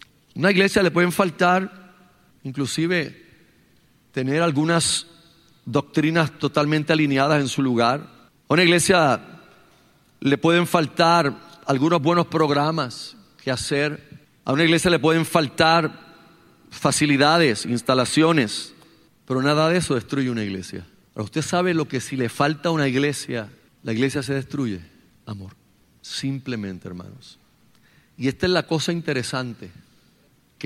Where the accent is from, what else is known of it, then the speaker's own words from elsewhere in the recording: Carolina, Puerto Rico; cuando yo me crié en Carolina